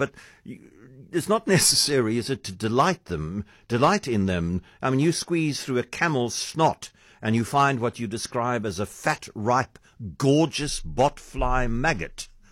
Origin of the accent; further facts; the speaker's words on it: Eastern Cape, South Africa; I grew up in the Eastern Cape